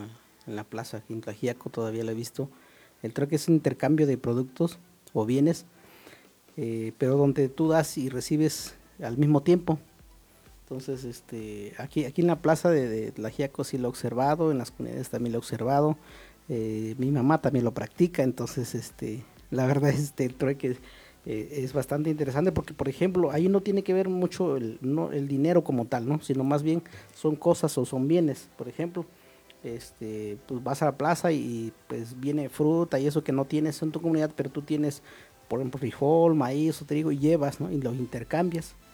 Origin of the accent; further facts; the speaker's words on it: Santa Lucía, Puntarenas, Costa Rica; Santa Lucía, Monteverde.